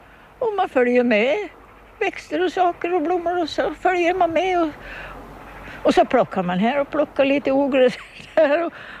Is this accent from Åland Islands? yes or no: yes; Kumlinge, Åland, Åland Islands; moved away; also born or lived in United States; så växte jag upp här på Kumlinge. Och sen så fick jag för mig att jag skulle lite ut och se mig omkring. Och så får vi till Amerika.